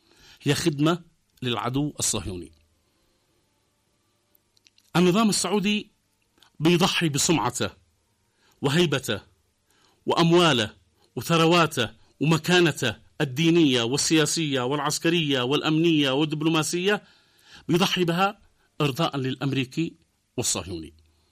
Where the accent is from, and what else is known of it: Yemen